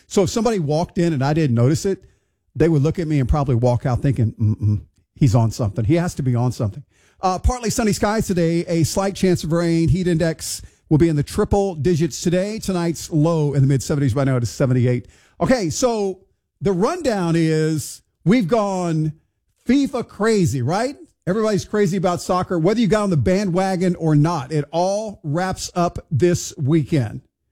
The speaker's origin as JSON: {"language": "English", "town": "Houston", "region": "Texas", "country": "United States", "tie": "born or raised there", "said": "some of the matches in my hometown of Houston."}